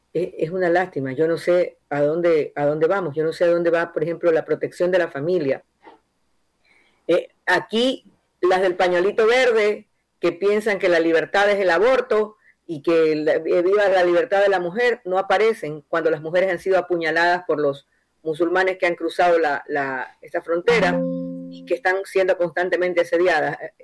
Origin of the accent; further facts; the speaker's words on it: Ecuador; Nosotros como ecuatorianos tenemos esperanza de que las cosas mejoren.